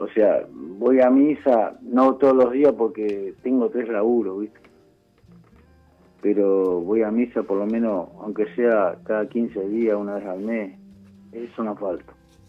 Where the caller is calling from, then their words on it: Morón, Buenos Aires Province, Argentina; De Pontevedra. Vivo en Morón, pero trabajo en Pontevedra. Trabajo hace más de 3 años acá.